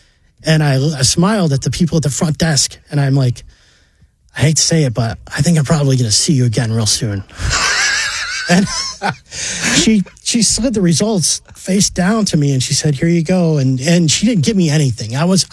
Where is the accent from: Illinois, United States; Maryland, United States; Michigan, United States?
Michigan, United States; Swartz Creek; Well, I'm originally from Michigan.